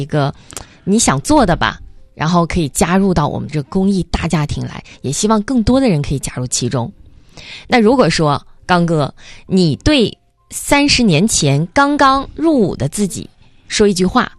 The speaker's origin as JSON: {"language": "Chinese", "country": "China"}